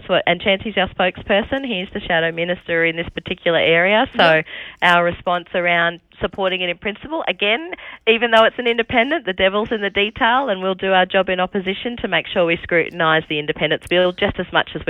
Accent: Katherine, Northern Territory, Australia; that's obviously my hometown.

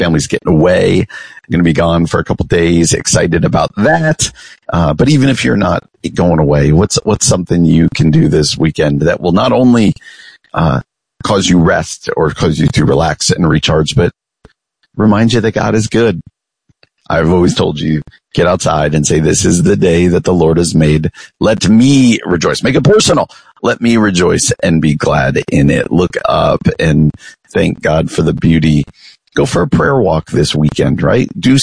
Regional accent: New Jersey, United States; I grew up in New Jersey. And one of the things I miss most about New Jersey is access to the ocean.

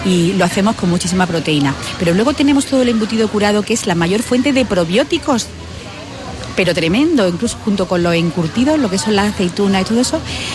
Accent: Granada, Andalusia, Spain; Nosotros pasamos nuestra infancia en la Chana, en las Torres. Ahora desde la Rosaleda vemos el lugar donde mi hermano y yo jugábamos de pequeño.

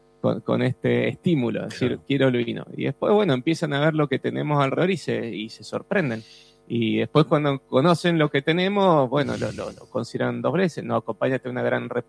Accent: Mendoza, Argentina; Y acá quiero ser muy mendocino, ¿no? Porque yo me di cuenta de lo que somos como ciudad de Mendoza

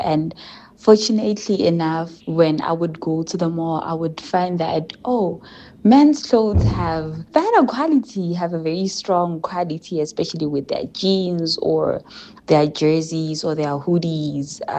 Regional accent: South Africa; I am from South Africa.

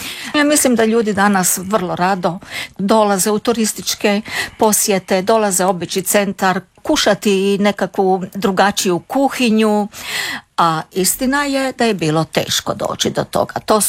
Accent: Rijeka, Primorje-Gorski Kotar County, Croatia; Nekako sam u svojoj mladosti, kada sam rođena u Rijeci, odrastala, nisam imala priliku osim u obitelji spoznati vjeru. Ali sam zato sa mojim prijateljima, djecom iz ulice, svake nedelje išla do Kapucinske crkve.

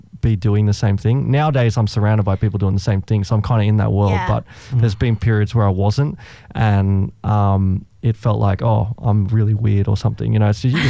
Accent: Coffs Harbour, New South Wales, Australia; I grew up in Coffs Harbour.

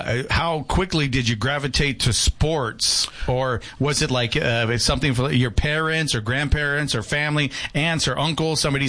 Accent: Jacksonville, Florida, United States; now in Yuma, United States; Jacksonville, born and raised? Yeah.

